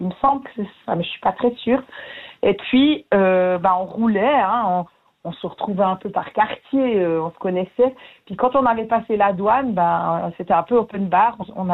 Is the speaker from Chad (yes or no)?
no; Jura, Switzerland; accent: Jura; moi je parle français avec un accent du Jura